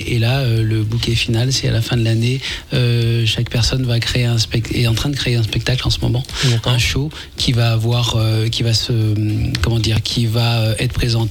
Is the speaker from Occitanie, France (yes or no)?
yes; Toulouse, Occitanie, France; Oui, je viens de Toulouse.